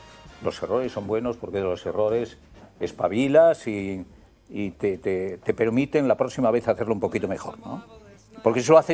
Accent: Ponferrada, Castile and León, Spain; now in Roda de Berà, Spain; la Virgen de la Encina, que es la patrona de mi tierra

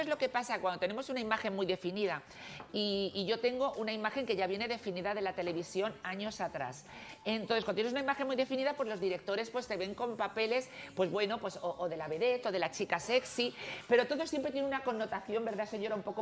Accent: Madrid, Community of Madrid, Spain; also born or lived in London; Yo soy madrileña, yo soy lo que se dice gata.

